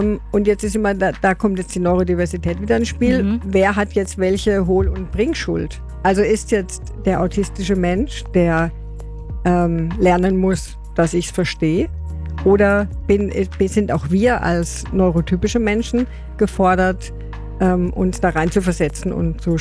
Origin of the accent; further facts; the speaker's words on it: Germany; Also diese Erfahrung habe ich als Deutscher auch gemacht.